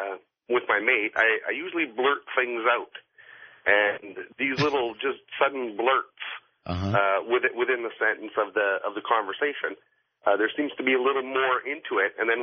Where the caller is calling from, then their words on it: Winnipeg, Manitoba, Canada; I'm calling from Winnipeg, Canada.